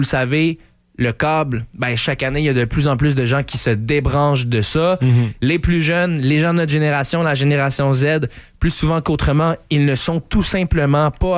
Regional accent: Quebec, Canada; en tant que Québécois, point

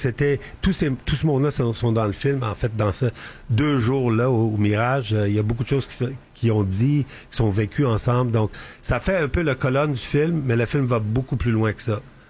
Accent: Montreal, Quebec, Canada; Je suis Montréalais, j'adore le sport, je suis joueur de hockey.

